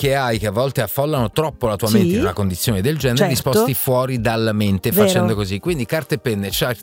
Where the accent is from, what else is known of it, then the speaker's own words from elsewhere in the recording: Naples, Campania, Italy; napoletano come il sottoscritto.